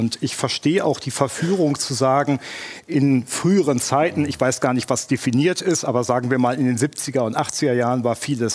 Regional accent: Germany; wir müssen manchmal als Deutsche uns auch ein bisschen das größere Bild angucken.

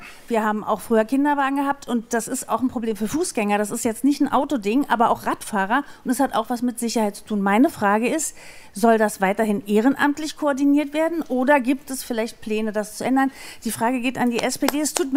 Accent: Berlin, Germany; ich bin aus Schöneberg

